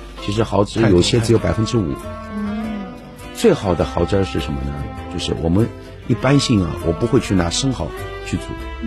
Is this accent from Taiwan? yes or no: yes; Taiwan; 我们台湾人